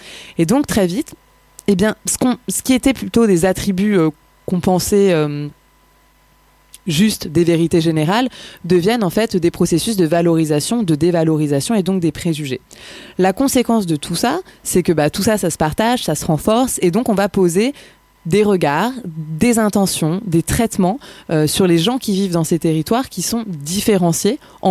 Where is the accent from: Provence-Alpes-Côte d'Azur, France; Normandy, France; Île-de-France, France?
Provence-Alpes-Côte d'Azur, France; Marseille; Je dis que je viens de Marseille, là on me renvoie une autre image, un autre stéréotype.